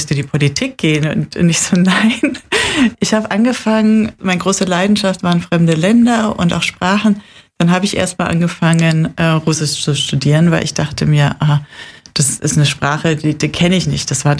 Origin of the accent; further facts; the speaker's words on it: Munich, Bavaria, Germany; Ja, das ist ja nicht so weit weg von meiner Heimatstadt München, beziehungsweise ist ja da noch.